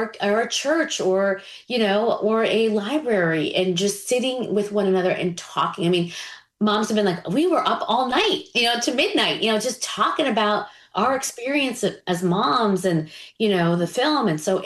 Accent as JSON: {"language": "English", "region": "New York", "country": "United States", "said": "I'm a New Yorker."}